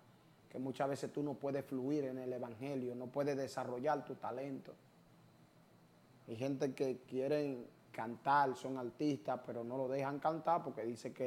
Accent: Santo Domingo, Distrito Nacional, Dominican Republic; also born or lived in Capotillo; Yo estoy viviendo ahora en La Cañita. Viviendo en La Cañita, es un barrio que queda por los bandos con Abeltoma, pero yo me crié en Villas Agrícolas, del Capotillo a Villas Agrícolas. Me terminé de criar en Villas Agrícolas.

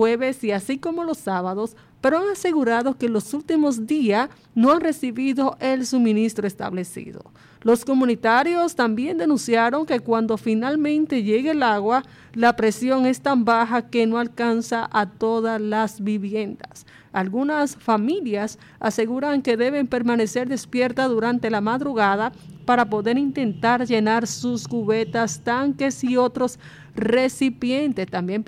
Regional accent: Dominican Republic; nosotros los dominicanos

